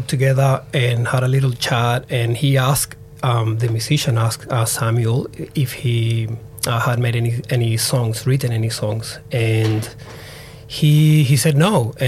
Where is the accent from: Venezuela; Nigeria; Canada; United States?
Venezuela; I'm also from Venezuela